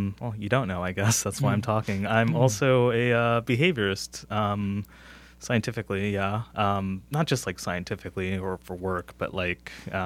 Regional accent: Gainesville, Florida, United States; also born or lived in New Jersey; Let's see, I am from Florida, Gainesville, Florida, actually. Raised up there, born in New England, actually. It's pretty funny.

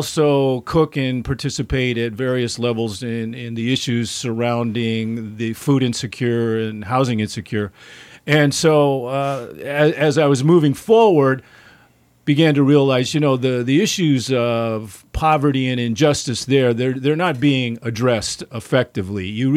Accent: Hayward, California, United States; I was born in Oakland, raised in the East Bay, Hayward. Grew up there and raised a family there.

